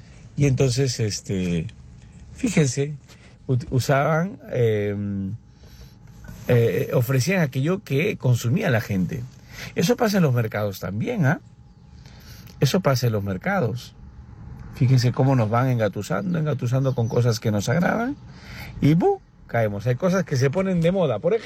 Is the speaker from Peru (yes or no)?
yes; Peru; also born or lived in Pamplona, Spain; en mi país, aquí en Perú